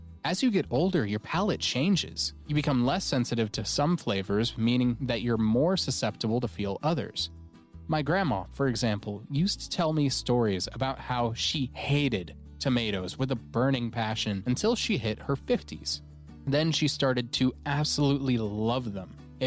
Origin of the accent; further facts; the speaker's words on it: Colorado, United States; And funnily enough, one of the owners, Joel Adams, is also from Colorado, about an hour north from my hometown.